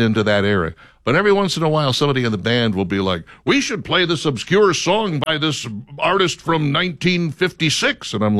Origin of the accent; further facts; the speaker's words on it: Flowery Branch, Georgia, United States; I'm from Flowery Branch, Georgia.